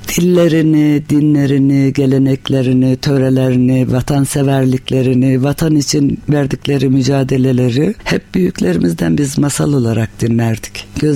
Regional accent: Ardahan, Ardahan Province, Turkey; also born or lived in Çıldır; Ben Çıldır'da doğdum. Hı-hı. Ardahan'da büyüdüm. Hı-hı. Ortaokulu, ilkokulu Ardahan'da okudum.

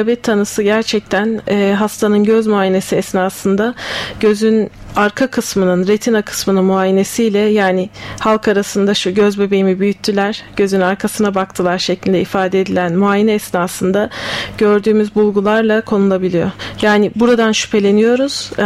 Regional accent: Ankara, Turkey; moved away as an adult; also born or lived in Tübingen, Germany; Ankara doğumluyum. Ankara Fen Lisesi'nden mezunum.

